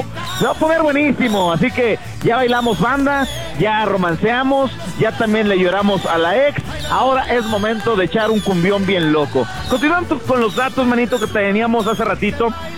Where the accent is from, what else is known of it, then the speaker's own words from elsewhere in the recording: State of Mexico, Mexico; born there; nosotros somos doblemente mexicanos. Mexicanos por haber nacido en un país tan hermoso llamado México y doblemente mexicano por haber nacido en tierra mexiquense, en el Estado de México.